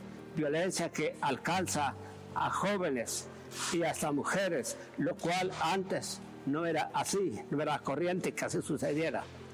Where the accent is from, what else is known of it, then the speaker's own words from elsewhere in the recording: Honduras; en nuestra patria Honduras